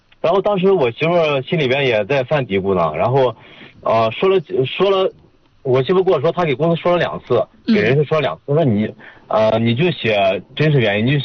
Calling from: Linyi, Shandong, China; 我是临沂的。

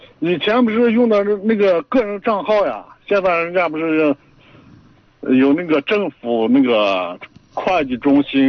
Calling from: China; 我是香宁的。

